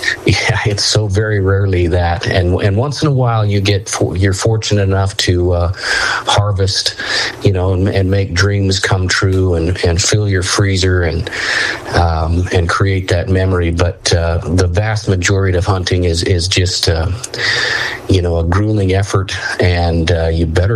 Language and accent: English; Utah, United States; born there; my home state here in Utah in the West.